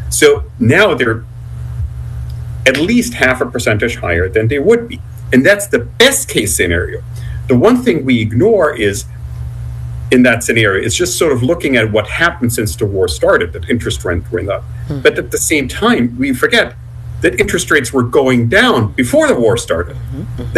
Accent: United States; we're American

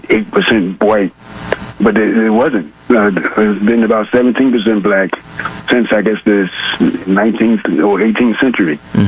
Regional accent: Philadelphia, Pennsylvania, United States; born there; I was born in Philadelphia

